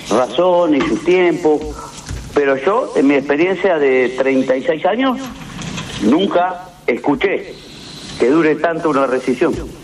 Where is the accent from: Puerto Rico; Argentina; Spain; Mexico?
Argentina; viste como somos los argentinos